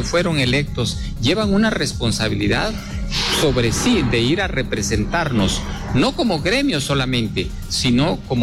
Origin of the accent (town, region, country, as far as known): Guatemala